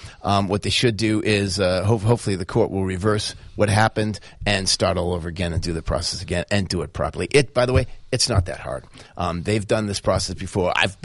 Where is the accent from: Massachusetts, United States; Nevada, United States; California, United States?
Massachusetts, United States; Brockton; I come from Brockton, so we consider it a kind of a town. It's not a huge, big city like Boston or something like that.